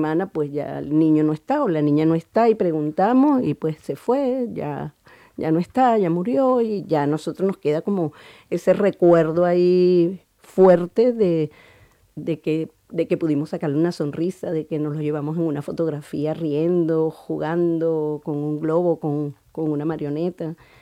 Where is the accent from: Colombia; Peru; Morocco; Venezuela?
Venezuela; Caracas, Capital District